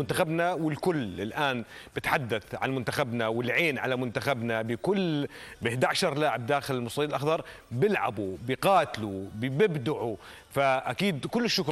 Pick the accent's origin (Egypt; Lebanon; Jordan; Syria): Jordan; هذا فخر لنا اكيد كاردنيين